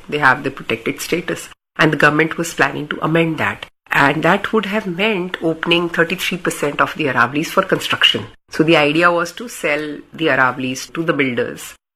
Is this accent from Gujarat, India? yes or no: no; Delhi, India; born or raised there